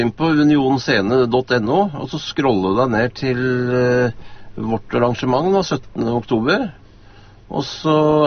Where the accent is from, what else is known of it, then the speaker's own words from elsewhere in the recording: Lørenskog, Akershus, Norway; moved away; så jeg kom jo egentlig fra, fra Lørenskog, jeg vokste opp da.